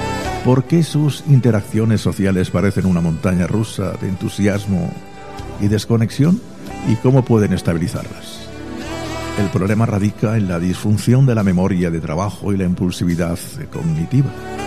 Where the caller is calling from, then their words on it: Barcelona, Catalonia, Spain; … de Barcelona.